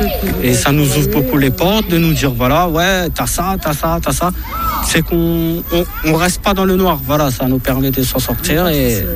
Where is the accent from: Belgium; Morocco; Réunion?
Réunion; moved away; parce que j'étais un peu chaud, je venais de la Réunion.